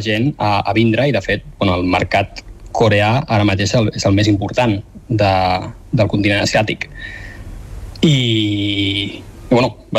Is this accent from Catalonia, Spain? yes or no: yes; Barcelona, Catalonia, Spain; moved away as an adult; now in Seoul, South Korea; D'aquí, de Barcelona.